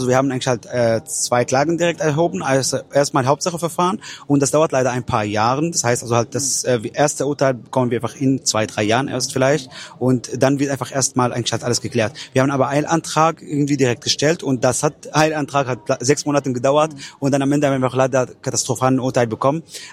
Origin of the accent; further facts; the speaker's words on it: Palestine; weil die Palästinenser, beziehungsweise ich auch als Palästinenser, haben das Recht eigentlich auf Rückkehr nach Palästina.